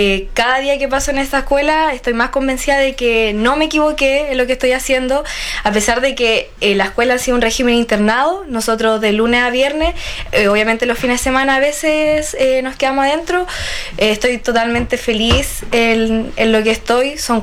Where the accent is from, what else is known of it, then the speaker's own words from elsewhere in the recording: Salamanca, Coquimbo, Chile; moved away as an adult; nací y criada en la comuna Salamanca, acá de la provincia del Choapa, y estoy muy feliz acá de volver a mis tierras después de 2 años.